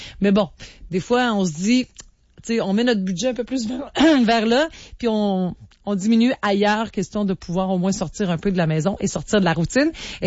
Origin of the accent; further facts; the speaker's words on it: Cap-à-Baleine, Quebec, Canada; on reste par chez nous au Cap-à-Baleine. Je te comprends, mon cher, c'est là que j'ai grandi.